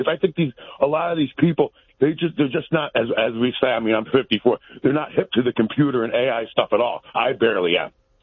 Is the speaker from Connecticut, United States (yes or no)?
no; Queens, New York, United States; I grew up in Queens, and we always had to listen to the story of Mario and his living above the grocery store. And then I moved to upstate New York, and he was our governor.